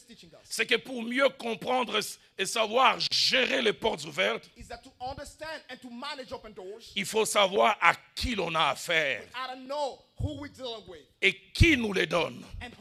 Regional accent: Kinshasa, DR Congo; Chez nous à Kinshasa

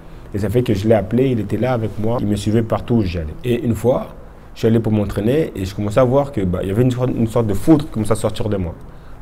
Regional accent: Geneva, Switzerland; also born or lived in Congo; je suis de Genève. Voici mon témoignage. J'ai grandi au Congo avec ma mère. Après le décès de ma mère, je suis venu rejoindre mon père ici à mes 11 ans.

